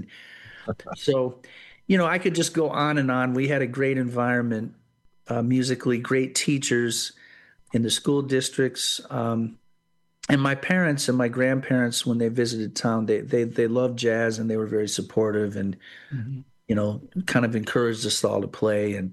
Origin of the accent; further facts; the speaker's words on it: Binghamton, New York, United States; born there; also born or lived in Massachusetts / Elmira, New York; growing up in Binghamton was wonderful.